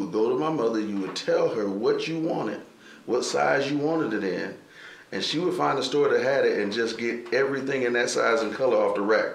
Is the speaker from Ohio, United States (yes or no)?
yes; Ohio, United States; also born or lived in New Jersey; Interestingly, I was born in New Jersey, and when we moved to Ohio, I was probably 8 or 9 years old when we moved to Ohio